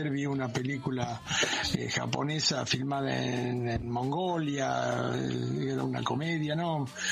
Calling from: Buenos Aires, Argentina

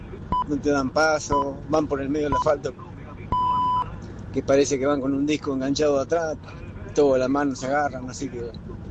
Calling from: Navarro, Buenos Aires Province, Argentina; de Navarro.

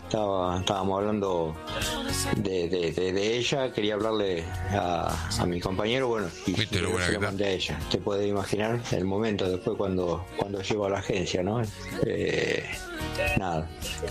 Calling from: Lomas de Zamora, Buenos Aires Province, Argentina; de Loma de Zamora. Una vez estaba trabajando en una agencia de remis acá en la zona de Lomas, sí, donde vivo.

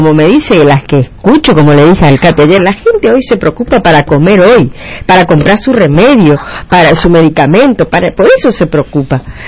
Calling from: Argentina

